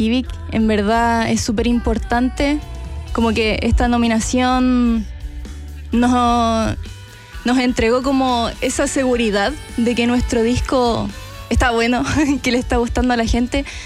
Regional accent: Chimbarongo, O'Higgins, Chile; born there; moved away as an adult; now in Santiago, Chile; como banda de región. Nosotros somos de Chimbarongo

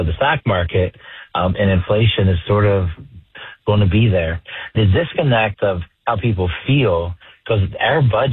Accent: United States; as an American.

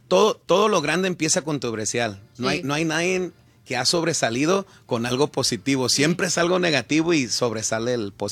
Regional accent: Compton, California, United States; yo escucho mucha música rap, porque yo, uh-huh, yo soy de Campton

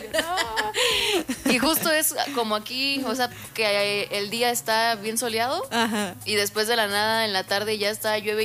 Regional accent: Guerrero, Mexico; now in Morelia, Mexico; yo soy de Guerrero y allá casi no llueve.

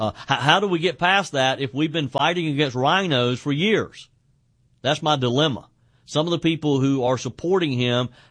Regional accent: South Carolina, United States; A lot of news in my home state of South Carolina, as we have some very odd things happening in Palmetto politics.

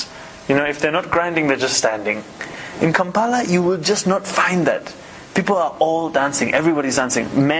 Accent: New York, United States; also born or lived in Uganda; The difference for me is, you know, I'm from Uganda, but I also grew up in New York.

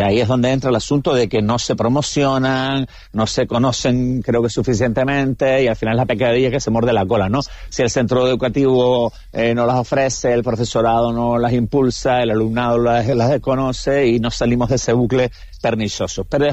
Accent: Canary Islands, Spain; contenidos canarios, de nuestro dialecto, de nuestra historia, de nuestro, en fin, nuestro sistema político, económico, fiscal y demás

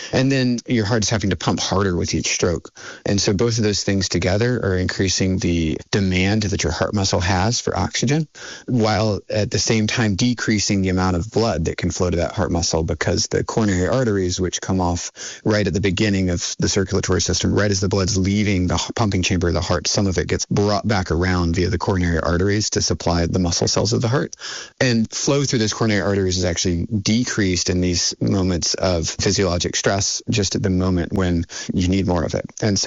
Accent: South Carolina, United States; now in Vermont, United States; I grew up in South Carolina and it's just normal to have air conditioning in every house. And when I moved to Vermont

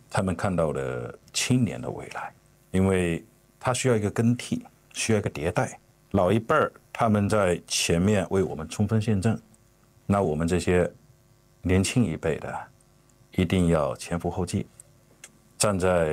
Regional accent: Fujian, China; moved away as an adult; now in Australia; 因为我是福建人，福建是又是全中国最大的侨乡嘛

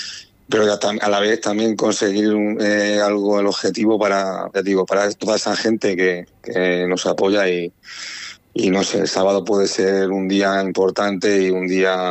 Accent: Caudete, Castilla-La Mancha, Spain; yo como técnico y como jugador que ha estado aquí durante 15 años, que se ha criado aquí, que ha jugado desde pequeñito

